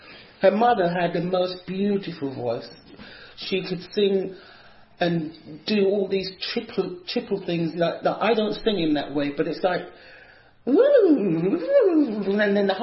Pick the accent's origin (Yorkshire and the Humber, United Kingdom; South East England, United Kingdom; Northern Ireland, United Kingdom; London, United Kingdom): London, United Kingdom; Islington; also born or lived in Hackney; I grew up in Islington, London and Islington. My family... No, first of all, we were in Hackney.